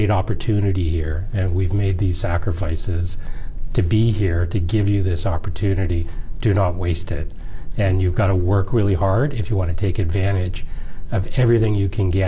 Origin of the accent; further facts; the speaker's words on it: Toronto, Ontario, Canada; I spent most of my time growing up in the Malvern neighborhood, so we would have been close. And as you may recall, we were probably in Scarborough.